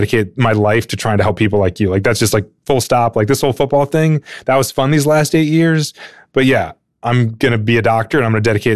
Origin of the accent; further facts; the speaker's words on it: Raleigh, North Carolina, United States; So I grew up in Raleigh, North Carolina, where college sports are really big